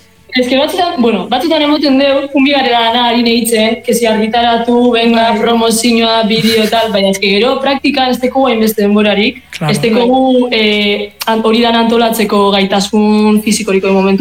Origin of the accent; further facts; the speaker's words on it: Gernika, Basque Country, Spain; Pues Gernikarra gara